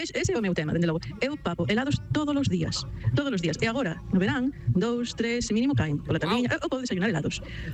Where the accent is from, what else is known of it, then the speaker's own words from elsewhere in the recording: Lugo, Galicia, Spain; biquiños a todos